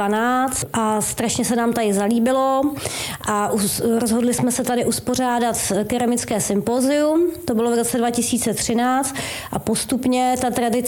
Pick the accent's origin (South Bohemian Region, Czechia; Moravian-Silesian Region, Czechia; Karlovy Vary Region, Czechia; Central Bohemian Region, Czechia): Central Bohemian Region, Czechia; moved away as an adult; now in Levín, Czech Republic; my jinak pocházíme od Mníšku pod Brdy